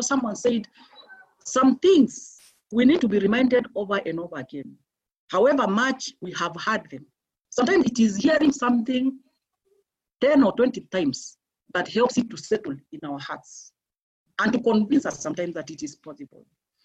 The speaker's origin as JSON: {"language": "English", "region": "Meru County", "country": "Kenya", "tie": "born or raised there", "said": "I grew up at country in Meru."}